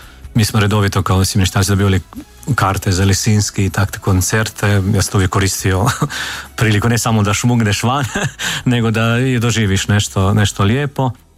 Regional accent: Hodošan, Međimurje County, Croatia; Ja sam odrastao u Međimurju, u župi Svete Juraja u Trnju, jednom malom mjestu Hodošan, koji je filijala te župe.

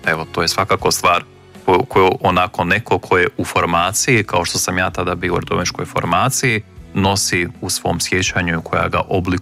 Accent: Bosanska Posavina, Bosnia & Herzegovina; saznavši da ja dolazim iz Bosanske Posavine

